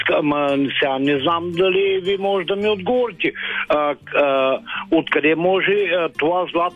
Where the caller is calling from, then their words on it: Ruse Province, Bulgaria; съм от Русенско.